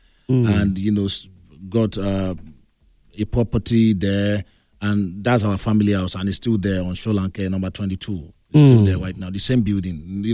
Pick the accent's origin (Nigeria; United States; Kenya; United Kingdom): Nigeria; Lagos; I'm from Shomolu Constituency 2, where Naakoka Bariga.